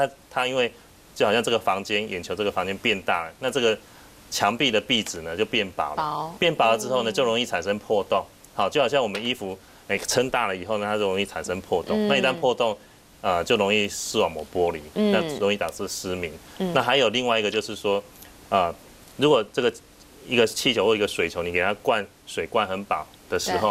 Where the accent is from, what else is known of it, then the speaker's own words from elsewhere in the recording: Taiwan; 那我们台湾人呢，的体质跟西方人比较起来呢，有一些差异哈